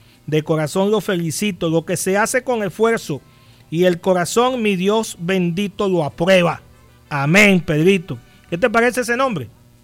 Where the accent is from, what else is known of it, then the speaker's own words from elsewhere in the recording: Altagracia de Orituco, Guárico, Venezuela; yo soy Altagracia de Orituco. ¿Eh? Estado Guárico, la Sultana.